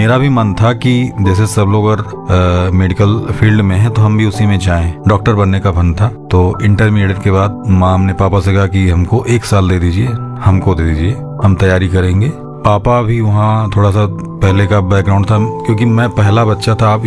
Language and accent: Hindi; Uttar Pradesh, India; born there; तो मेरा यहाँ से करीब 28 किलोमीटर दूर उमरी बेगमगंज गांव है जी, वहीं मेरी पैदाइश है